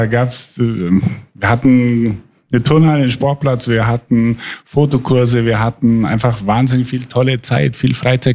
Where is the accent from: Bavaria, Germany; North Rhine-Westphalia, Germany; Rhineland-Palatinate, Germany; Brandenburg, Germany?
Bavaria, Germany; Mering; moved away as an adult; also born or lived in Ammersee / Augsburg; now in Munich, Germany; Ich bin erst vor 20 Jahren nach München gezogen. Ich komme ursprünglich aus einem kleinen Ort bei Augsburg. Mering bei Augsburg kennt jeder vom Durchfahren mit dem Zug.